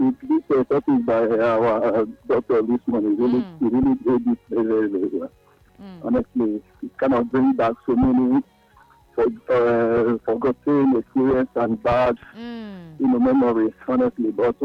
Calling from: Ogun, Nigeria; I'm calling from Ogun State.

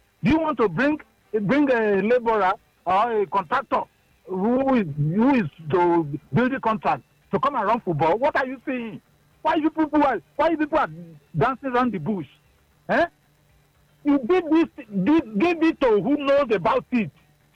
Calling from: Lagos, Nigeria; I'm calling from Ireland, from Victoria Island.

